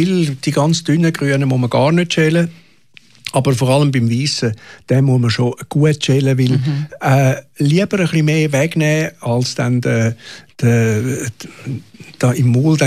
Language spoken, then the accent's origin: German; Switzerland; Ja, also es gibt ja gerade bei uns in der Schweiz viele Möglichkeiten, den Spargel direkt beim Produzenten zu kaufen